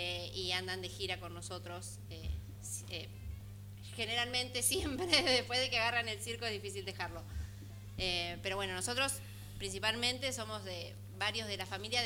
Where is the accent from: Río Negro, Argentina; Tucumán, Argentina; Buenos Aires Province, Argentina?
Buenos Aires Province, Argentina; Carmen de Areco; born there; Yo nací en Carmen de Areco porque el circo estaba ahí, mi hermano en San Juan, mi hijo en San Luis